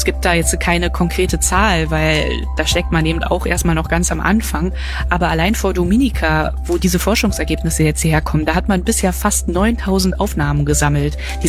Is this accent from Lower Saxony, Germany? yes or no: no; Berlin, Germany; accent: Berlinisch; Und ich komme aus Berlin und wenn ich dann auch noch mehr Berlinere, dann sage ich Hake und Hacke.